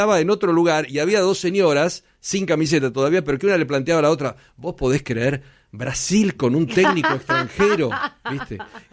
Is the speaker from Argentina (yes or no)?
yes; Argentina; yo soy argentino, pero futbolero. Como argentino.